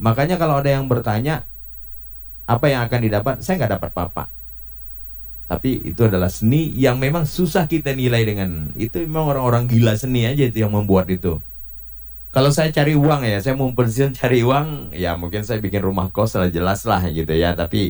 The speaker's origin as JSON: {"language": "Indonesian", "region": "Kalimantan", "country": "Indonesia"}